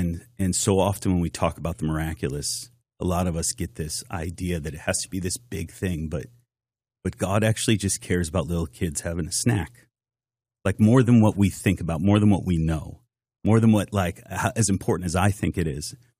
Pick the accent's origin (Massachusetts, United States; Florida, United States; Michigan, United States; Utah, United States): Massachusetts, United States